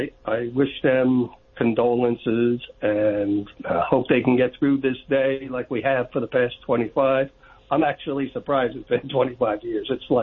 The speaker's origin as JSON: {"language": "English", "town": "New York City", "region": "New York", "country": "United States", "said": "I'm from New York City. My dad was a New York City firefighter."}